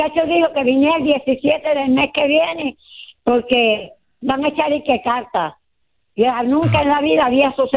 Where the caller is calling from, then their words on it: San Juan, Puerto Rico; Ah, mire, habla … de San Juan.